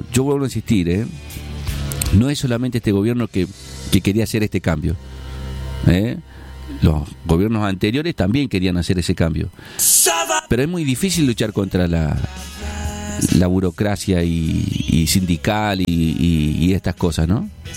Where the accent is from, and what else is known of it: Argentina